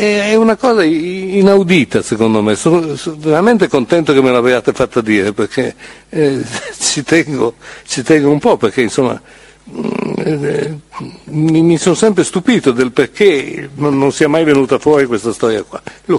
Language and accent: Italian; Turin, Piedmont, Italy